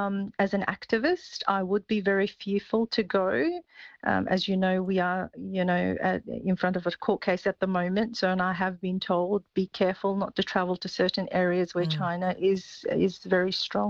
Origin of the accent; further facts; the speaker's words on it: Australia; from my perspective as an Australian citizen, I think I will be prevented from travelling to certain regions across the world